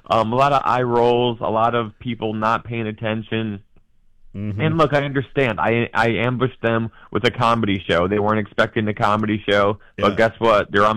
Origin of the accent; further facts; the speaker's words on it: Midwest, United States; now in New York, United States; Because I feel like I'm a Midwestern guy. I live in New York, but I'm from the Midwest. I feel like I'm the nicest person in New York.